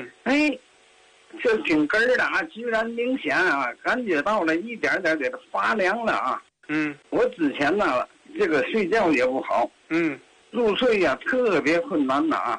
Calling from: Tianjin, China; 我是天津的老朋友啊。

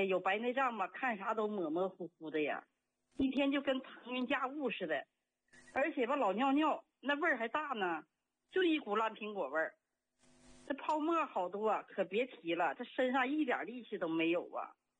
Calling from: Harbin, Heilongjiang, China; 我是哈尔滨的。

